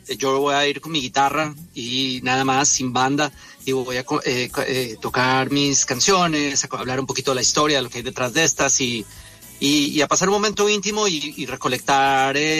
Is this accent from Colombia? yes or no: yes; Bogotá, Colombia; now in Miami, United States; soy bastante cachaco.